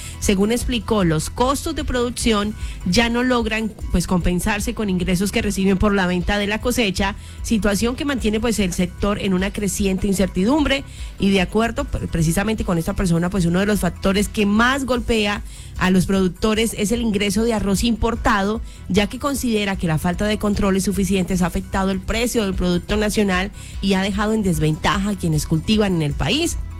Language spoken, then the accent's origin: Spanish; Colombia; now in Meta, Colombia; no solamente como personas que vivimos en el departamento del Meta, sino como colombianos